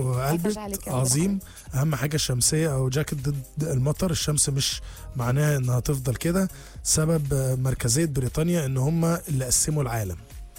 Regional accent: Egypt

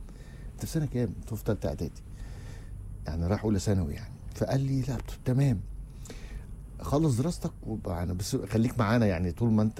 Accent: Dakahlia, Egypt; also born or lived in Mansoura

